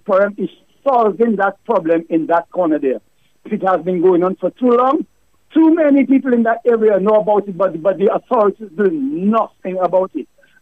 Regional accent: Roseau, Saint George, Dominica; My brother, I grew up in Roseau, you know.

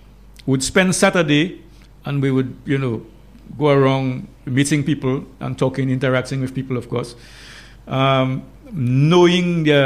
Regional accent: Dominica

